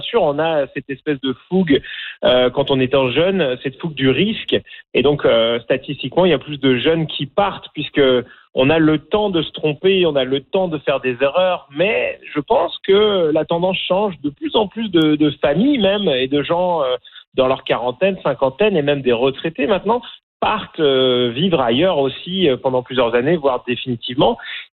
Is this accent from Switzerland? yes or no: no; France; accent: French of France; moved away as an adult; now in Canada; J'ai un accent français de France. Pourtant, ça va faire 20 ans, plus de 20 ans que je vis au Canada, que je suis canadien